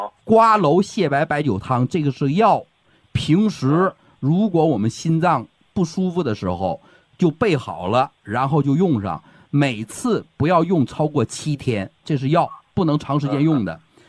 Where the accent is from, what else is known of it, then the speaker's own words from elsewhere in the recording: Northeast China, China; accent: Northeastern; 我按我们东北话讲就是脸开始胖了